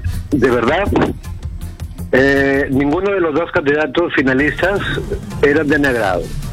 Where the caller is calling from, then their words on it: Motupe, Lambayeque, Peru; yo orgulloso de mi tierra, como le digo, panzas verdes, nos dicen, uh-huh. por la producción de palta.